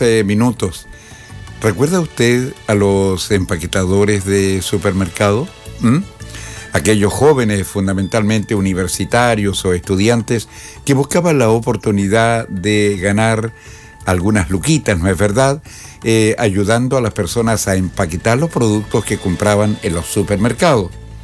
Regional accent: Chile; Pero somos chilenos

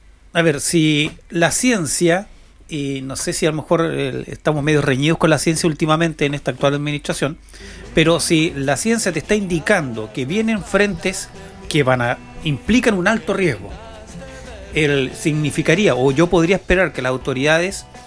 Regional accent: Puerto Montt, Los Lagos, Chile; Yo soy de Puerto Montt

